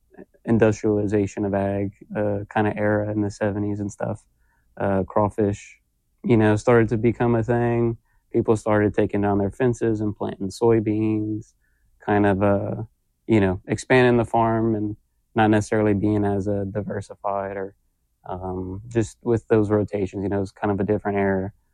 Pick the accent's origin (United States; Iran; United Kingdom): United States; Perry, Louisiana; I'm born and raised at the bottom of Vermilion Parish.